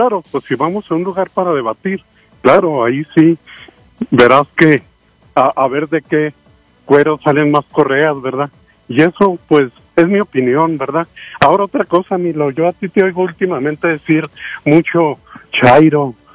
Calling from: Mexico; Todos somos mexicanos

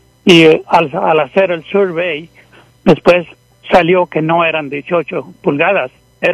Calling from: Brighton, Colorado, United States; yo vivo en Brighton, y el terreno está en Wiggins, cerca de Fort Morgan, en el Morgan County.

